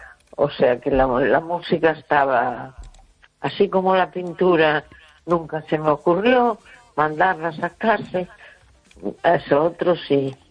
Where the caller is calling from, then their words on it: A Coruña, Galicia, Spain; de La Coruña.